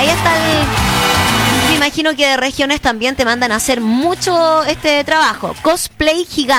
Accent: Temuco, Araucanía, Chile; soy de Temuco, soy de la ciudad de Temuco y este emprendimiento me gusta igual

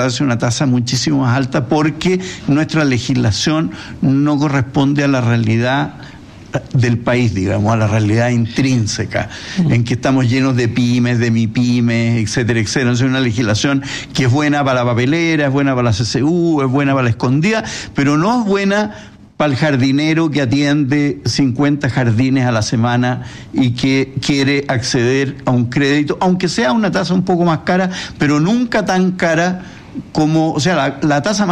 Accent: Chile; Pero en realidad somos chilenos.

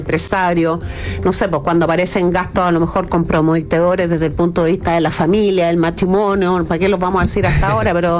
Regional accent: Chile; las garantías constitucionales que tenemos como chilenos y chilenas.

